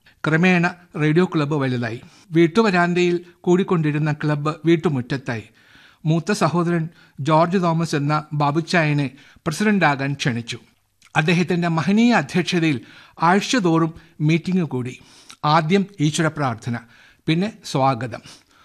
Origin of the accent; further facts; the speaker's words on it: Mannarkkad, Kerala, India; മണ്ണാർക്കാട്ടുകാരനാണെങ്കിലും എൻ്റെ മണ്ണാർക്കാടിനതിർത്തി ലഡാക്ക് എന്നറിയുന്നേൻ എന്ന് പാടിയ ഒളപ്പമണ്ണയെ ഞാൻ സ്മരിക്കും.